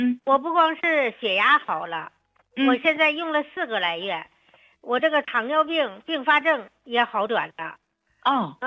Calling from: Nanjing, Jiangsu, China; 我是南京的患者。

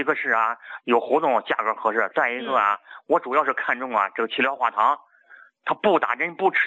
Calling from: Baoding, Hebei, China; 我是保定的。

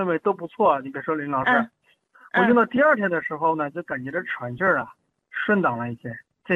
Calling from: Baotou, Inner Mongolia, China; 我是包头的。

